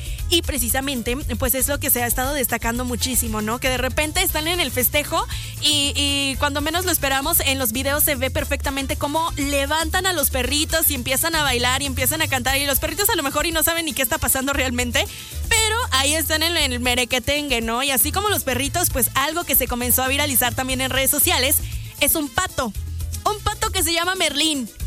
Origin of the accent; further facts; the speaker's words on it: Mexico; nosotros como mexicanos